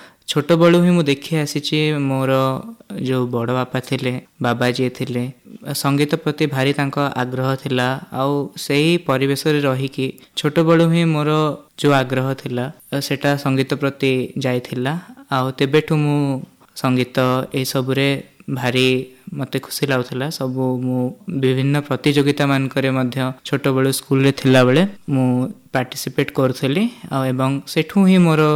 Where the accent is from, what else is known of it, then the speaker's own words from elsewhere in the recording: Bhawanipatna, Odisha, India; ମୁଁ ଭବାନୀପାଟଣାର ଜଣେ ବାସିନ୍ଦା, ଆଉ ମୁଁ ଏବେ Gandhi institute of engineering and technology ଗୁଣପୁରରେ BTech କରୁଛି।